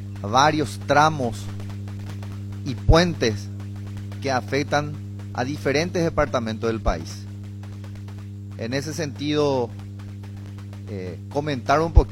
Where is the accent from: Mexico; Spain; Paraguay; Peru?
Paraguay